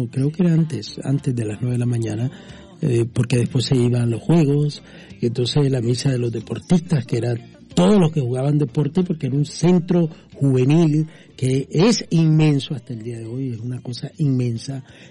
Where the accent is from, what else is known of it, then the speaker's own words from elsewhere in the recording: Nicaragua; also born or lived in Managua, Nicaragua; En Nicaragua, soy originario de Nicaragua, nací en el Hospital El Retiro, el famoso Hospital El Retiro de Managua, mis primeros años, mis primeros añitos, hasta los 4 o 5 años, 5 años tal vez, los crecí en el barrio San